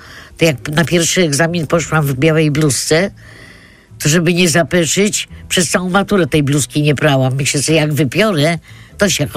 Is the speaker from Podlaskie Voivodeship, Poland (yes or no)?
no; Wrocław, Lower Silesian Voivodeship, Poland; No, ja pochodzę z Wrocławia. Tam jest mój dom rodzinny.